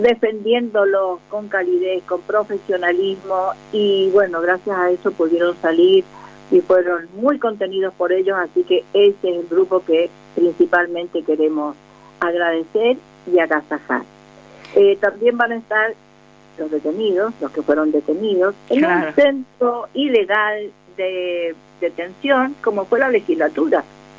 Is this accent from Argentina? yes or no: yes; Argentina; como argentinos y como todos los habitantes de este suelo argentino